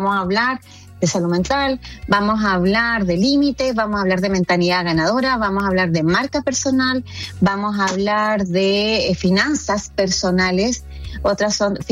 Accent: Chile; moved away as an adult; now in United States; Soy una mujer chilena, que inmigrante. Hace aproximadamente 3 años que me encuentro acá en Estados Unidos.

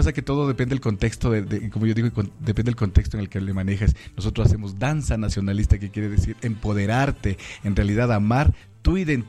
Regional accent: Quito, Pichincha, Ecuador; Yo tenía 15 años, yo soy del sector de la Pío 12, atrás del Colegio Montúfar.

